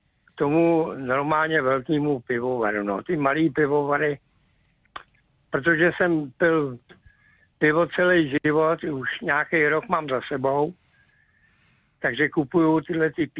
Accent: Prague, Czechia; Celý život jsem odchovaný na Starou Vrmanu, protože jsem ze Smíchova, z Jinonic, ze Slivence.

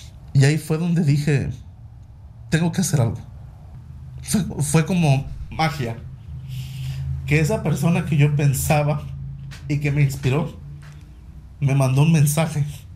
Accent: Mexico; now in Prague, Czech Republic; Es un podcast mestizo, mexicano checo, porque yo soy mexicano, pero toda la infraestructura, invitados y donde lo produzco, pues es en Praga, ¿no?

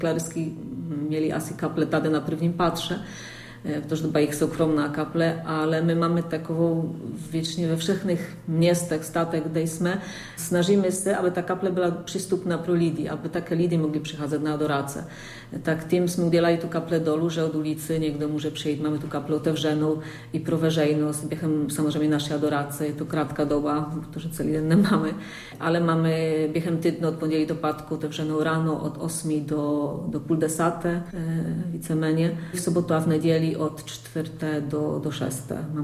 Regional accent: Poland; Czech is a second language; now in Czech Republic

